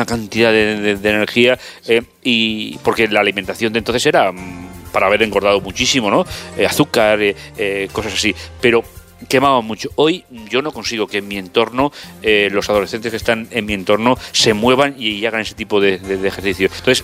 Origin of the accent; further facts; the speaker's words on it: Region of Murcia, Spain; Yo he crecido en la huerta